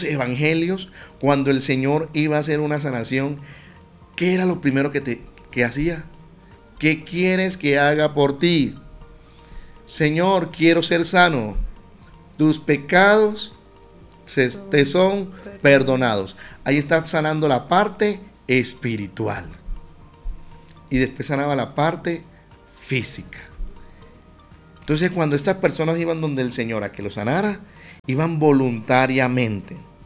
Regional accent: Magangué, Bolívar, Colombia; Magangué, Bolívar, que es mi tierra

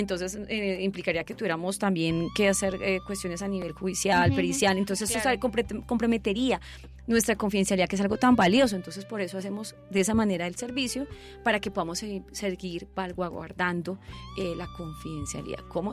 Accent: Colombia; así somos los colombianos.

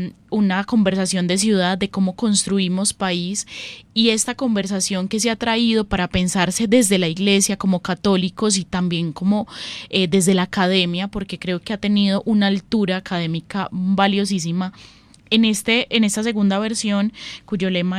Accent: Colombia; no solo como cristianos, sino también como ciudadanos, como colombianos que creen y se esperanzan en un presente y en un futuro mejor

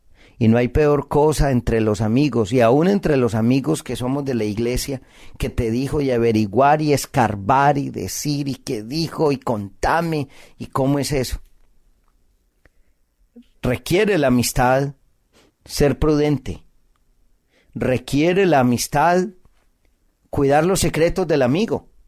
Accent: Colombia; en mi país, Colombia

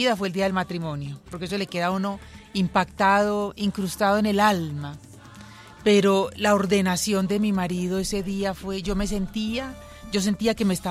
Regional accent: Medellín, Antioquia, Colombia; now in Bogotá, Colombia; soy de Medellín, pero vivo en Bogotá hace mucho tiempo.

